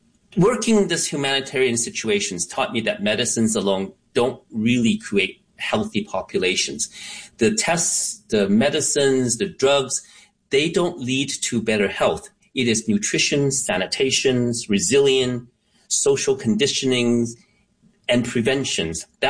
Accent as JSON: {"language": "English", "country": "Canada", "tie": "born or raised there", "said": "Now, I am Chinese. I grew up in Canada"}